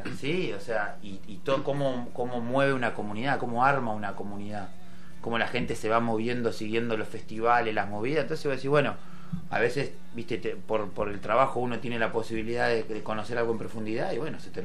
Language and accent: Spanish; La Plata, Buenos Aires Province, Argentina; Yo vengo en el barrio de Tolosa